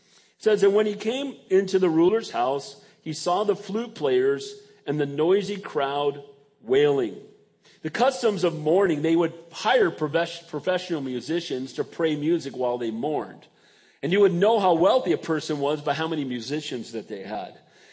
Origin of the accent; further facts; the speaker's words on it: San Bernardino, California, United States; born there; I said, you know, I was born in San Bernardino.